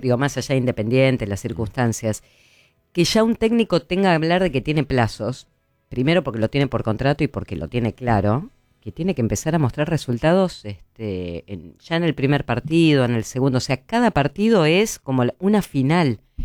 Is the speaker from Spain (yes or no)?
no; Uruguay; Mirá que yo también soy uruguaya